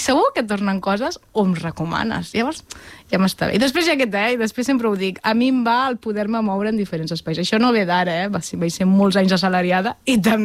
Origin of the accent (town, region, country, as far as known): La Selva del Camp, Catalonia, Spain; born or raised there; also born or lived in Reus